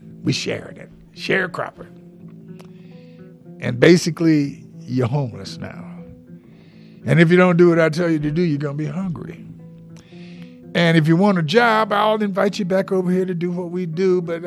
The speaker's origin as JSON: {"language": "English", "country": "United States", "said": "I say we because I'm American."}